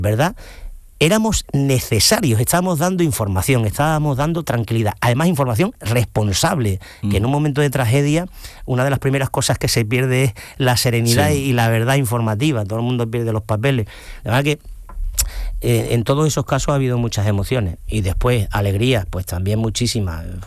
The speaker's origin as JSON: {"language": "Spanish", "town": "Ubrique", "region": "Andalusia", "country": "Spain", "tie": "born or raised there", "said": "mi pueblo, en Ubrique"}